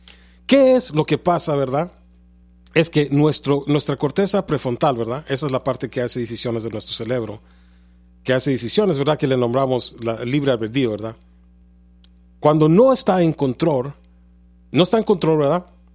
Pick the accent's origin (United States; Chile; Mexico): United States; California; yo crecí en California como niño, ¿verdad?, y yo aprendí, ¿verdad?, Budismo.